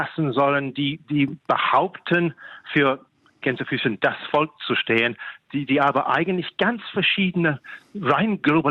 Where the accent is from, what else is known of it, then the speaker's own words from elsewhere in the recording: England, United Kingdom; Ich als Engländer darf das sagen.